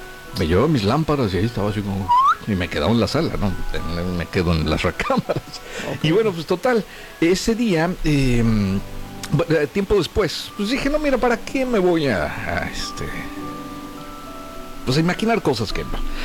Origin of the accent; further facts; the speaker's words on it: Tulancingo, Hidalgo, Mexico; now in Poza Rica, Mexico; yo viajé un fin de semana a la ciudad de Tulancingo, de donde soy nativo